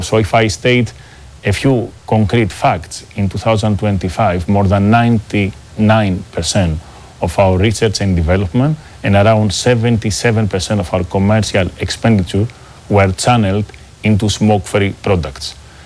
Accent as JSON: {"language": "English", "country": "Greece", "tie": "born or raised there", "also_born_or_lived": "Indonesia", "moved": "as an adult", "said": "I grew up in Greece, and I got my first learnings and values in a family business environment. My grandparents were immigrants in Athens"}